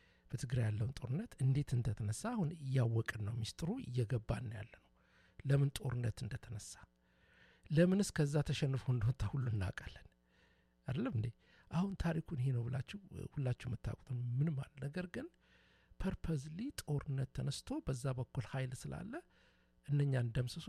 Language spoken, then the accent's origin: Amharic; Dire Dawa, Ethiopia; የፈለገውን በኢትዮጵያ ውስጥ እኔ ድሬዳዋ ተወልጄ ነው ያደኩት። ወደ አዲስ አበባ መጣለሁ፣ ወደ ጅማ ሄዳለሁ፣ ድሬዳዋ፣ ሐረር ከሁሉ ቤተሰብ በብሔረሰብ ጋር ነው።